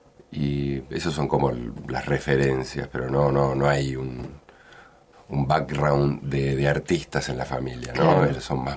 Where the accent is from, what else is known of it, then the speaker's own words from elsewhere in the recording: Mendoza, Argentina; moved away; Sí, claro, claro. Sí, es mi casa, es mi tierra y cargo energías. En cuanto puedo, vengo porque me hace bien venir a Mendoza.